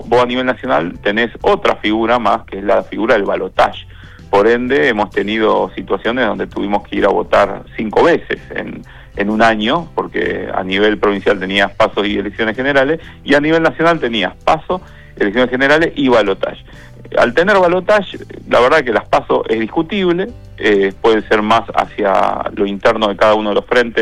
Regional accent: Rosario, Santa Fe, Argentina; Sería para nuestra ciudad, para nuestra provincia, y eso que no soy ni de Central ni de Newell

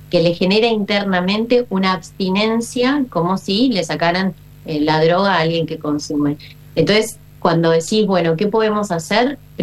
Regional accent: Uruguay; also born or lived in Buenos Aires; yo si bien soy uruguaya, soy psicóloga uruguaya, estudié mis dos especializaciones en Buenos Aires

